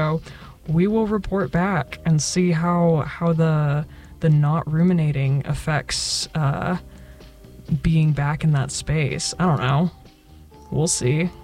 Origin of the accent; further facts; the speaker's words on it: Fresno, California, United States; now in Santa Barbara, United States; I always have one foot in the door in Fresno and one foot in the door in Santa Barbara.